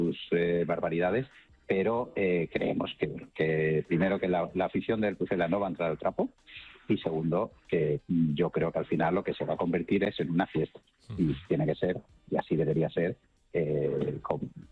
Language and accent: Spanish; Seville, Andalusia, Spain; moved away as an adult; now in Valladolid, Spain; soy vallisoletano de adopción, porque mi ciudad de origen es Sevilla, es Andalucía. Llevo 9 años aquí viviendo en Valladolid.